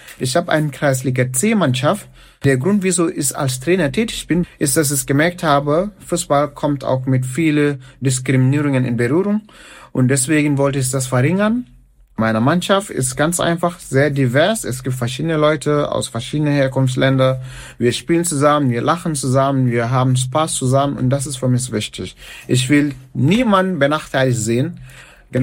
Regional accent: Gambia; now in Germany; Ich komme ja aus Gambia und ich habe eine sehr starke Verbundenheit zu diesem Land. Da ist meine Familie, da bin ich geboren, da habe ich meine ganze Kindheit gemacht.

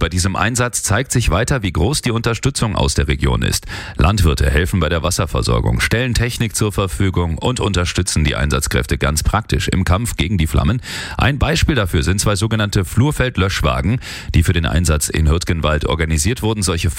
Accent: Gai, Styria, Austria; Frage ich mich auch, ich bin ja aus Gai.

